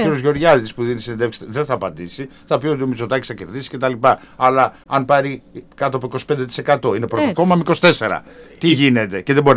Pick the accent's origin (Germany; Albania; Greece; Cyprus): Greece; Pylaia, Central Macedonia; εκεί στην Πηλαία, στα μέρη μου